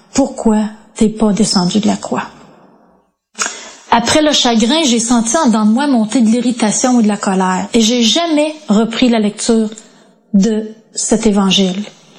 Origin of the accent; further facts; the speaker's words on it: Quebec City, Quebec, Canada; born there; Moi, je suis née à Québec, dans une famille assez à l'aise, composée de 3 enfants.